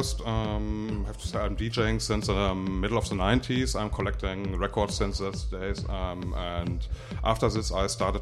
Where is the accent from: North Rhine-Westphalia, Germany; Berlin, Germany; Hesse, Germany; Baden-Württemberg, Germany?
North Rhine-Westphalia, Germany; now in Detroit, United States; Yeah, I come from the Rhine-Ruhr area.